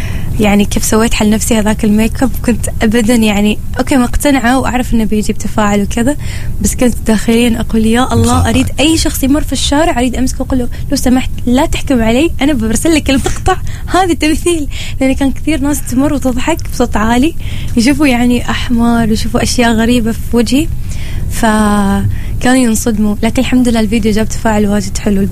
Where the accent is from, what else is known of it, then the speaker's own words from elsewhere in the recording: Oman; امان يعترفي لهجتنا لطيفه خفيفه احنا العمانيين